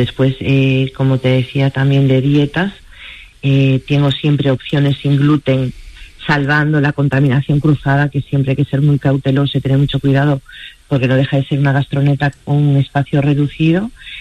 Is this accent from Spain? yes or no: yes; Galicia, Spain; also born or lived in Madrid; Yo soy gallega, he estado 5 años fuera en Madrid, pero el resto de mi vida la he vivido en Galicia